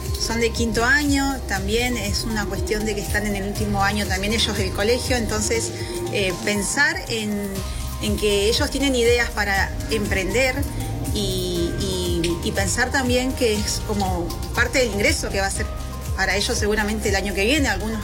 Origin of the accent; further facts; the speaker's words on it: Río Turbio, Santa Cruz, Argentina; ya eso me hace totalmente distinto a mí, a lo que yo, de donde yo vengo, que es de Río Turbio, ¿no?